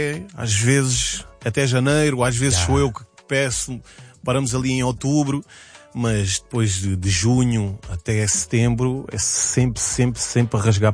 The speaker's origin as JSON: {"language": "Portuguese", "town": "Faro", "region": "Algarve", "country": "Portugal", "said": "somos de Faro."}